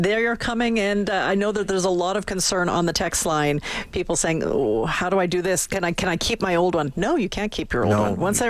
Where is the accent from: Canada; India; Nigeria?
Canada; Saskatchewan; born there